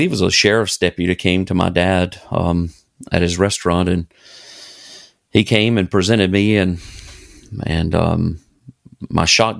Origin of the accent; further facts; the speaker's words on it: Brewton, Alabama, United States; moved away as an adult; also born or lived in Pensacola, Florida; now in Germany; I was born and raised in Brewton, Alabama